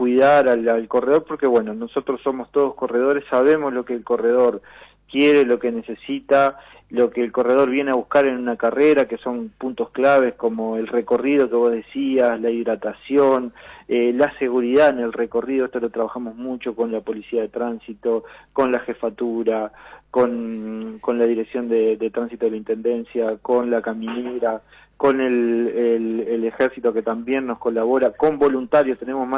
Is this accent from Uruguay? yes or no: yes; Tacuarembó, Uruguay; los que somos de Tacuarembó sabemos